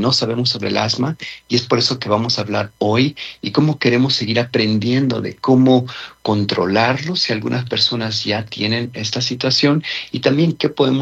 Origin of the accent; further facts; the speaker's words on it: Mexico; now in United States; Yo crecí en México